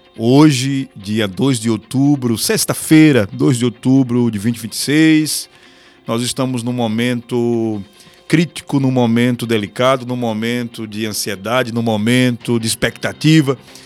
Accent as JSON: {"language": "Portuguese", "town": "Lagarto", "region": "Sergipe", "country": "Brazil", "tie": "born or raised there", "said": "eu sou brasileiro como você e falo português como você. Então, eu sei muito bem, eu fui criado nessa cidade, Lagarto, Lagarto City, uma cidade abençoada."}